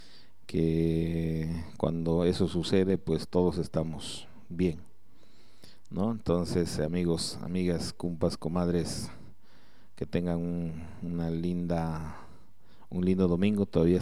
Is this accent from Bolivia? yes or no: yes; Pasorapa, Cochabamba, Bolivia; moved away; un abrazo grande a mi tierra, Pasorapa